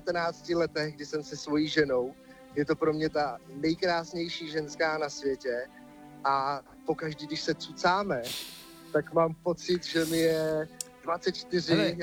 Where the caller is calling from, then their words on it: Trutnov, Hradec Králové Region, Czechia; jsme z Trutnova